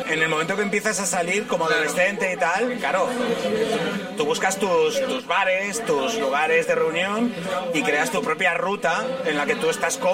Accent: A Coruña, Galicia, Spain; la memoria libertaria y antifascista de la ciudad de Coruña, de donde soy

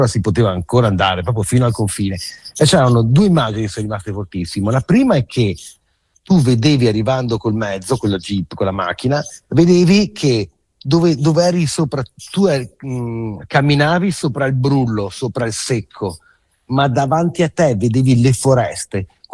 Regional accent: Lebanon; noi siamo di Libano, non stiamo a parlare mai

